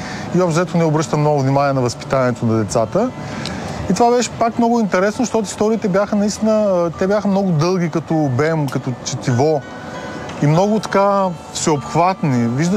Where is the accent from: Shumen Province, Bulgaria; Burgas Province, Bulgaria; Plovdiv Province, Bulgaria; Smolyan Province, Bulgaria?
Burgas Province, Bulgaria; Burgas; born there; also born or lived in Ruse; now in Sofia, Bulgaria; Роден съм в Бургас, живял съм в Русе и дойдох в София.